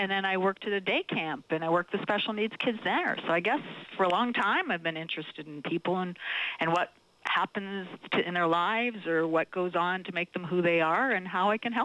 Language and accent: English; Thunder Bay, Ontario, Canada; born there; moved away; Well, I'm originally a long way from home. I was born in Thunder Bay.